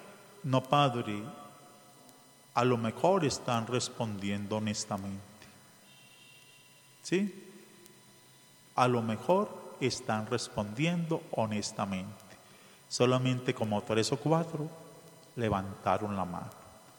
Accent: Colombia; como pueblo, como familia colombiana

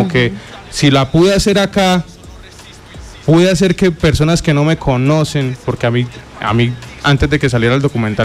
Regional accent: Cúcuta, Norte de Santander, Colombia; now in Bogotá, Colombia; yo salí de Cúcuta para Bogotá a buscar oportunidades, y cuando llegué a Bogotá

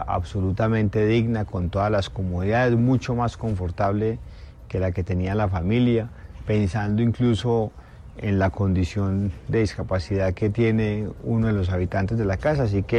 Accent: Antioquia, Colombia; Eso es lo que somos los antioqueños

